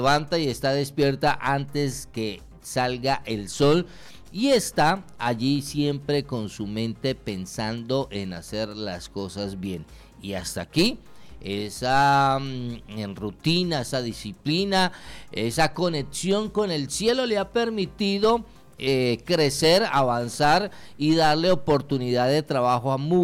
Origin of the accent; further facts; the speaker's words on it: Colombia; born there; nos da ejemplo a todos los que sí nacimos aquí en Colombia.